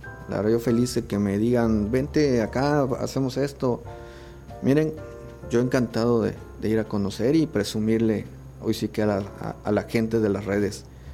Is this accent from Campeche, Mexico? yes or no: yes; Campeche, Mexico; visiten mi tierra, o vamos de vacaciones a mi tierra. Así que presumir a Campeche.